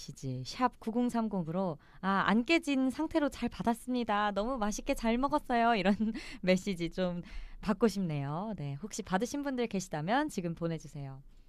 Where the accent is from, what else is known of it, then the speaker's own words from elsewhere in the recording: Seoul, South Korea; 서울에서 나고 자라가지고